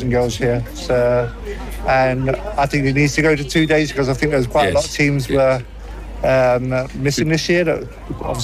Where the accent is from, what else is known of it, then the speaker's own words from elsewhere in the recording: London, United Kingdom; moved away as an adult; also born or lived in Lancaster; now in Scotland, United Kingdom; A young lad from the Council Estates of London.